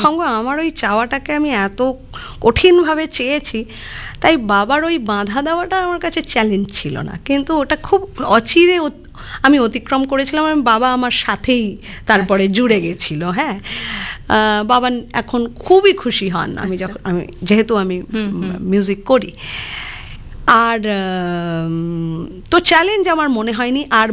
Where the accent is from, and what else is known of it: Chittagong, Chittagong Division, Bangladesh